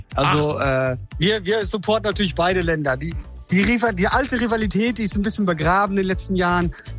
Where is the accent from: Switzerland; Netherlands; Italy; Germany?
Netherlands; wir Holländer, wir sind heiß